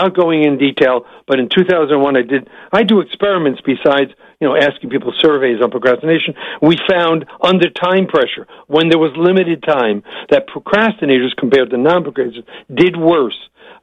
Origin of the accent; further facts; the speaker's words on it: New York, United States; One of them, and I talk fast. I'm from New York, so I can do this.